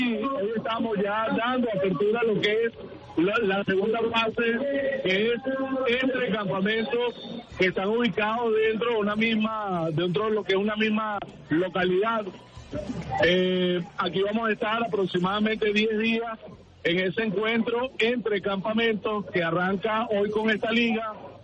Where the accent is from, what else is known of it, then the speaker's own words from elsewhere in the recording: Venezuela; de lo que somos capaces de hacer como venezolanos y venezolanas